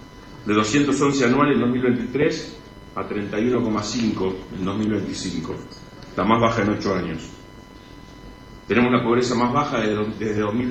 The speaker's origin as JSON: {"language": "Spanish", "town": "Olavarría", "region": "Buenos Aires Province", "country": "Argentina", "said": "Soy de Olavarría, provincia de Buenos Aires. Fui intendente de mi ciudad"}